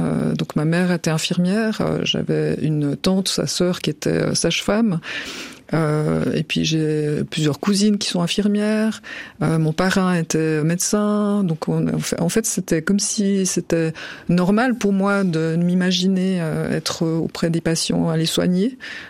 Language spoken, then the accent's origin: French; Corsier, Vaud, Switzerland; born or raised there; also born or lived in Vevey